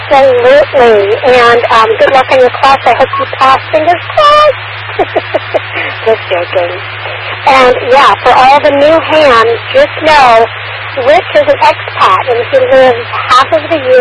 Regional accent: Louisiana, United States; I'm from South Louisiana, and I swore I would never be hot again.

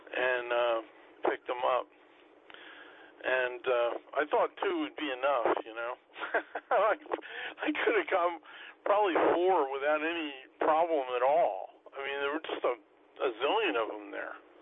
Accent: Easton, Pennsylvania, United States; I grew up in Easton in the Lehigh Valley

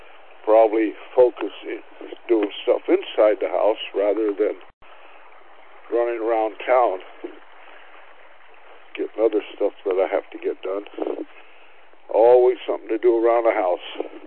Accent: Los Angeles, California, United States; also born or lived in Culver City; now in North County San Diego, United States; Yeah, we lived in and around Santa Monica. Grew up in Venice, near Sunset and Lincoln Boulevard as a kid, and then got married and moved to Culver City by what is now Marina Del Rey.

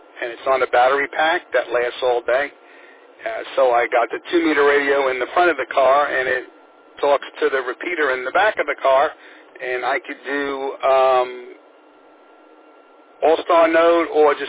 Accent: New York City, New York, United States; moved away; I'm originally from Staten Island, so I guess I'm familiar with all seasons, and I've been down this way quite some time now, but I've acclimated to the heat.

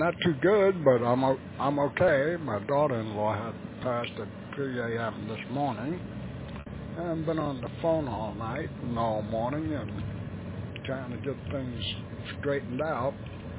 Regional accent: Northport, New York, United States; moved away; Northport, New York, where I'm from

